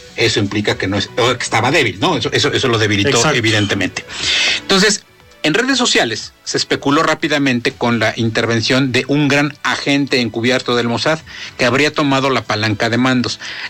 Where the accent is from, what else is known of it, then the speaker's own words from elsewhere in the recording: Puebla, Mexico; Yo soy de Loma Bella